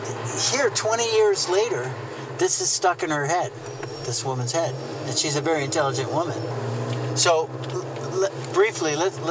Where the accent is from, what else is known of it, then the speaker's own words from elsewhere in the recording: United States; I'm an American